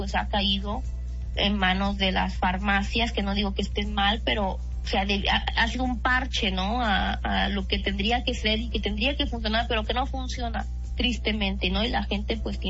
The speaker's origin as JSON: {"language": "Spanish", "country": "Mexico", "moved": "yes", "lives_now": "Spain"}